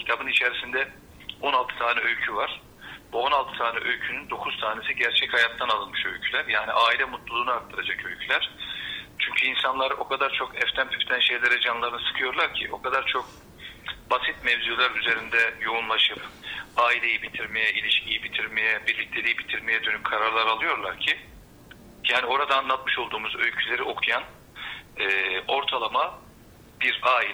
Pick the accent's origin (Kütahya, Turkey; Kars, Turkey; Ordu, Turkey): Ordu, Turkey; Akkuş; now in Gaziantep, Turkey; Memleketimiz Ordu. Orduluyum aslen. Ordu üyeliyim. Akkuş doğumluyum. Ama Gaziantep'te ikamet ediyorum. Gaziantep'te yaşıyorum.